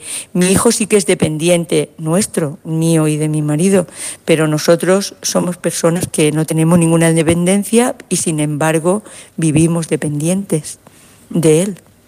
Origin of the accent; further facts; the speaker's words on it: Elche, Valencian Community, Spain; yo vengo de Elche, de la Comunidad Valenciana